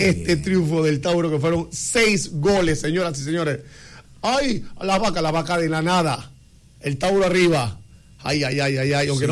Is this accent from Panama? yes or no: yes; Panama; estamos en Panamá, Toby, somos panameños.